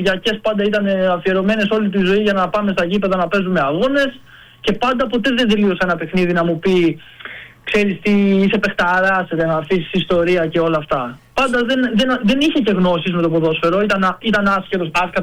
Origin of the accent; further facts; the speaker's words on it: Larissa, Thessaly, Greece; Αλλά εντάξει, για μας τώρα είμαι Λαρισαίος, μεγάλωσα εκεί.